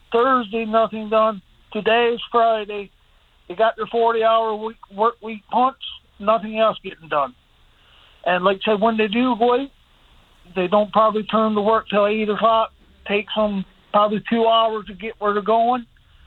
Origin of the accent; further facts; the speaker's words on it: Burgeo, Newfoundland and Labrador, Canada; No, I'm in a corner, but I'm from Burgio.